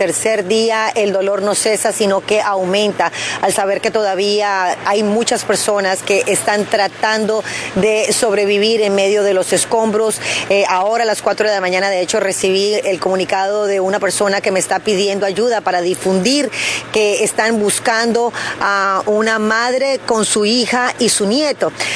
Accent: Colombia; mi pueblo colombiano

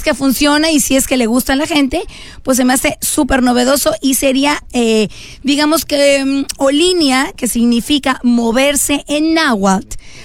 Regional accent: Mexico; now in United States; siendo mexicana

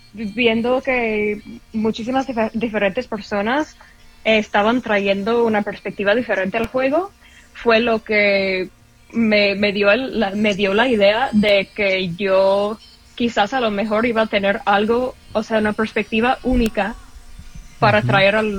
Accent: New York, United States; Fueron mis vecinos y yo crecí en Nueva York.

